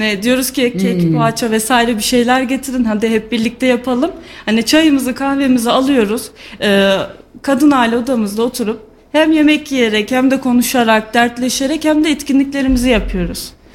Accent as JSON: {"language": "Turkish", "region": "Sivas", "country": "Turkey", "said": "Yok, Sivaslıyım aslen. Doğma büyüme"}